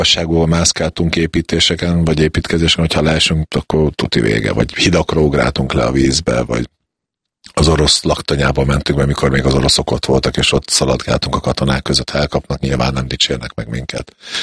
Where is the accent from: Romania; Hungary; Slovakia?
Slovakia; Southern Slovakia; felvidéken, szlovák ajkúak között kellett élni, edzeni, és így kellett bekerülni a szlovák válogatottba is magyarként, ami nem volt egy ideális helyzet